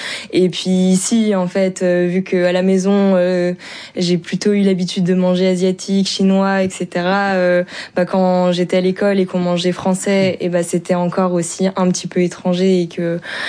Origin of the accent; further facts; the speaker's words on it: France; born there; moi, je suis née en France et j'ai des origines chinoises. Et quand je vais en Chine, je me sens étrangère.